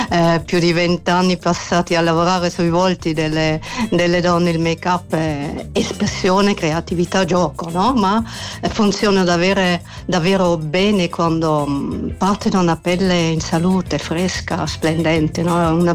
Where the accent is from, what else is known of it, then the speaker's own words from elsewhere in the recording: Basel, Basel-Stadt, Switzerland; also born or lived in Rome; now in Lugano, Switzerland; sono di Basilea di origine e vivo a Lugano da quasi 30 anni.